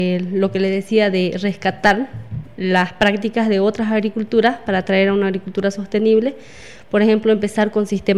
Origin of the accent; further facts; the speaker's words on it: Santa Cruz, Bolivia; Entonces, es una de las oportunidades que tenemos que aprovecharlo como Valles Cruceños